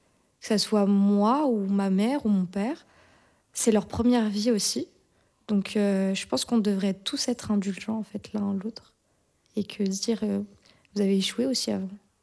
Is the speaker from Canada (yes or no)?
no; Morocco; born there; moved away; je ne suis pas née ici. Je suis née au Maroc.